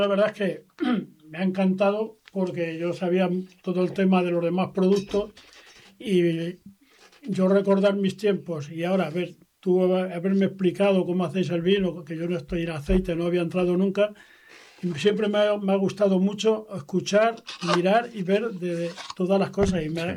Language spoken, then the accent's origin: Spanish; Santiago de Aravalle, Castile and León, Spain; con mi pueblo Santiago de Aravalle